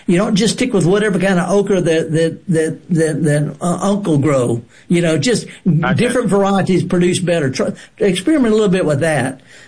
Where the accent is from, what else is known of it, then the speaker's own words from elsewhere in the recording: Mississippi Delta, United States; Okay, now I'm from the Delta.